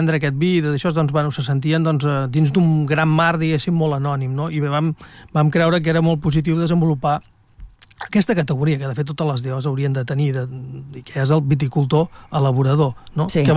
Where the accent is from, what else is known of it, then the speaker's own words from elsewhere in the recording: Catalonia, Spain; som catalans